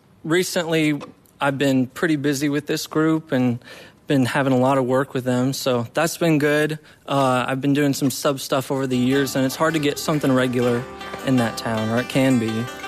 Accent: Michigan, United States; moved away; So I'm from Michigan originally.

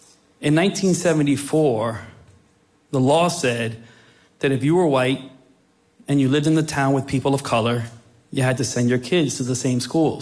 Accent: Plainfield, New Jersey, United States; born there; I was born in 1974 in Plainfield, New Jersey.

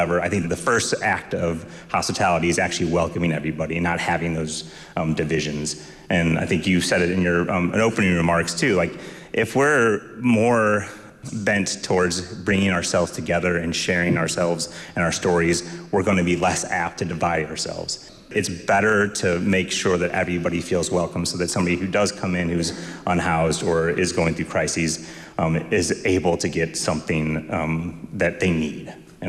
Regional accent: St. Louis, Missouri, United States; Yeah, I grew up in a restaurant, which helped a lot. I am from St. Louis, Missouri. I was born and raised

